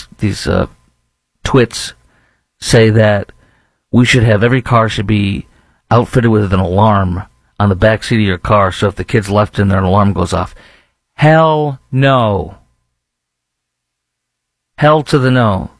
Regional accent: Chicago, Illinois, United States; And we'll juxtapose it with the serious crime problem as well on steroids in Chicago, my hometown.

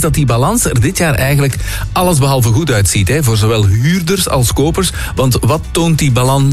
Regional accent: Flanders, Belgium; wij zijn Vlamingen, hè?

